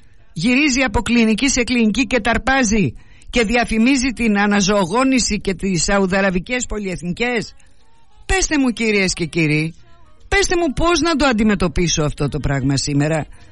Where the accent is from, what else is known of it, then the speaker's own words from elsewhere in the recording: Greece; εγώ μετράω σαν Έλληνας πολίτης το αποτέλεσμα.